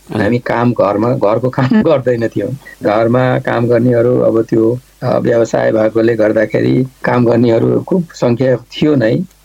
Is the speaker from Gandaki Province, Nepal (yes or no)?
no; Bhandara, Bagmati, Nepal; बजार हाम्रो चितवनमा एउटा बजार छ जसलाई भण्डारा बजार भन्छ, त्यो बजारमा हुर्केको।